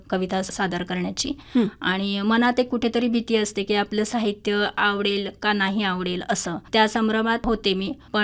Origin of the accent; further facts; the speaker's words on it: Pandharpur, Maharashtra, India; moved away; आता मी मूळची पंढरपूरची आहे